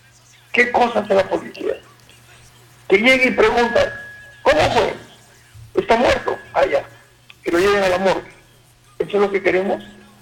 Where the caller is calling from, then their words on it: Peru; Acá, Los Pinos